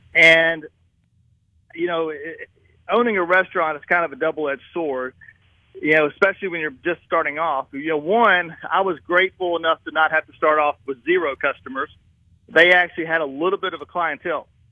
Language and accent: English; United States; we're from DeSoto County, and we stumbled upon it.